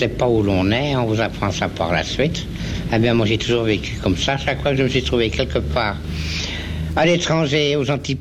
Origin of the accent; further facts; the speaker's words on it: La Chaux-de-Fonds, Neuchâtel, Switzerland; moved away; Je suis né natif de la Chaux-de-Fonds.